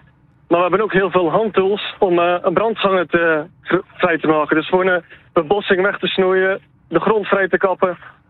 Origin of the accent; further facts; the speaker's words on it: Netherlands; Ik ben de enige Nederlander bij heel die organisatie.